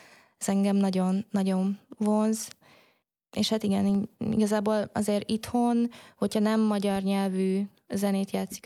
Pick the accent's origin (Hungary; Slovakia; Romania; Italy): Hungary; moved away as an adult; now in Tallinn, Estonia; hogyha ott ülök egyedül magyarként